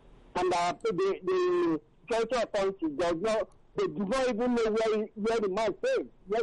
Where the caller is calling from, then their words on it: Lagos, Nigeria; I'm calling from Abaranje in Ikoto